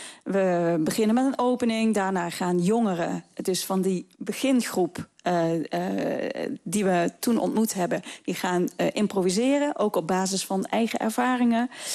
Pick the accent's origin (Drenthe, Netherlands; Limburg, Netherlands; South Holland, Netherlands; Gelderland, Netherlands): Limburg, Netherlands; Blerik; Opgegroeid in Blerik.